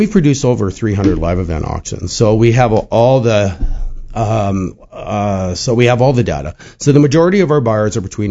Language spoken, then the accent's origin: English; Saskatoon, Saskatchewan, Canada; I remember when I grew up here in Saskatoon in the 1970s, I'd see the muscle cars everywhere.